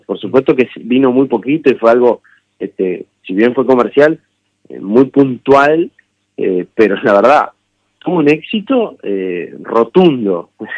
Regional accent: Uruguay; nosotros como uruguayos también somos bastante tradicionales

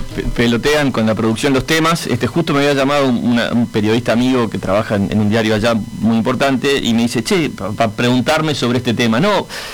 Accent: Uruguay; Señores, ¿qué nos está pasando como uruguayos?

